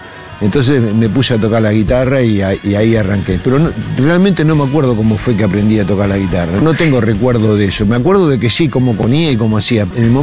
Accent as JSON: {"language": "Spanish", "town": "Quilmes", "region": "Buenos Aires Province", "country": "Argentina", "tie": "born or raised there", "said": "Nací en Quilmes, y ahí di mis primeros pasos con la música."}